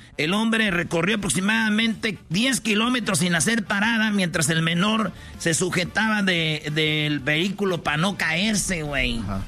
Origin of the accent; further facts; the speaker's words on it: Mexico; Como somos los mexicanos, acuérdense del caballo de Troya, güey.